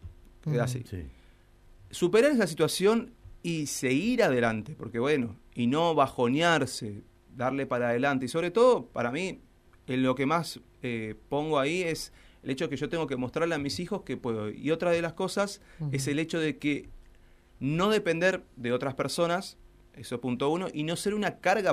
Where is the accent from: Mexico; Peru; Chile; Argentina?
Argentina; Pero bueno, dentro de todo sigo en mi actividad y le estamos remando, como todo argentino en este momento.